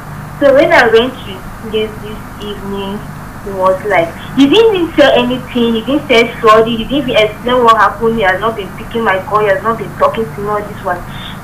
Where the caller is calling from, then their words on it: Nigeria; I'm calling from Abattoir.